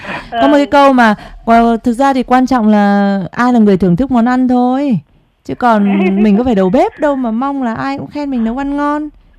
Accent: Hưng Yên, Vietnam; Em ở Hưng Yên, quê bác Tô Lâm ạ.

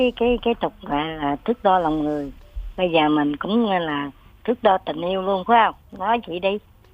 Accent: Central Vietnam, Vietnam; Quê mà quê cô miền Trung ha, chứ không phải An Giang.

